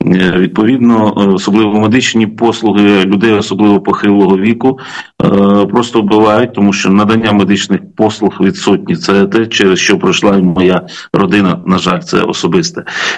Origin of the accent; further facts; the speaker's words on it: Kherson Oblast, Ukraine; Це моє рідне Лівобережжя